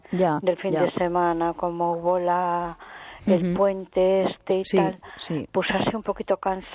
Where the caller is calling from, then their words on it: A Coruña, Galicia, Spain; de Coruña.